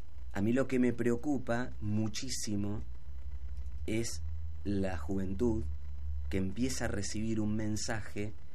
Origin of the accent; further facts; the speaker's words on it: Argentina; somos en Argentina 46 millones y más